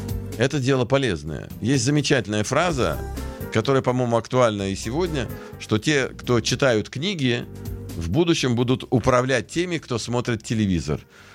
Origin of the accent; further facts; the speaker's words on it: Kerch, Crimea, Ukraine; now in Israel; Я израильтянин. Я не понимаю, почему вы их сюда посылаете, эти вопросы. Я израильтянин из Крыма, Керчи, там, где Багировский ров, где гитлеровцы уничтожили 7 тысяч евреев